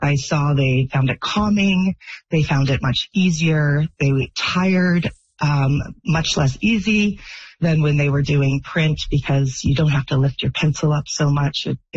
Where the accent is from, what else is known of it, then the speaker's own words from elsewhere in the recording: British Columbia, Canada; I grew up in just outside Vancouver.